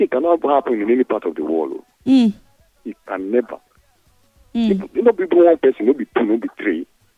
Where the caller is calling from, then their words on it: Ejigbo, Lagos, Nigeria; I call from Ejibo.